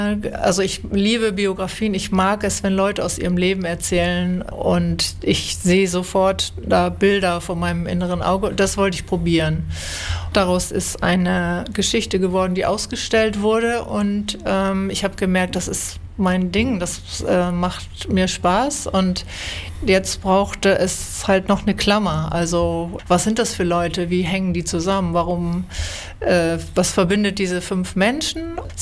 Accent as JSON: {"language": "German", "region": "Hamburg", "country": "Germany", "lives_now": "Bremen, Germany"}